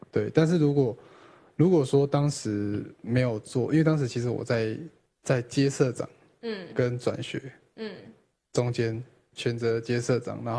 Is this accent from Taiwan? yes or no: yes; Yilan County, Taiwan; moved away; 因为我本来是宜兰人，那我想说还是我回宜兰读其他的学校之类的